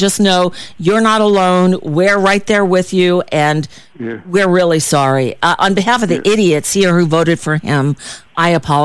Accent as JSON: {"language": "English", "country": "United States", "said": "I'm American."}